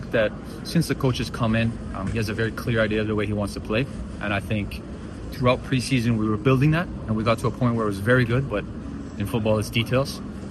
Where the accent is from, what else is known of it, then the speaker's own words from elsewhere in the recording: Belgium; moved away as an adult; now in Canada; I grew up in Belgium, and it was a very, very competitive environment. And so I never had my opportunity there. And then I came to Canada